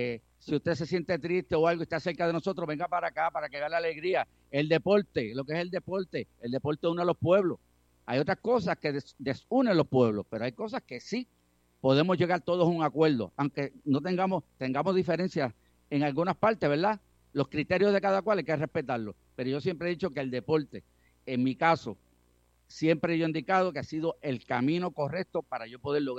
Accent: Barranquitas, Puerto Rico; also born or lived in Coamo, Puerto Rico; Yo soy de Barranquita

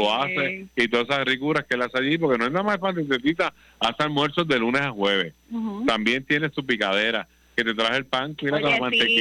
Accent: San Germán, Puerto Rico; also born or lived in Mayagüez, Puerto Rico; me siento muy contento de ser sanjermeño, aunque nací en Mayagüez un 6 de abril del 74, pero me crié todo lo hice en San Germán, solamente nací en Mayagüez. Me siento sanjermeño

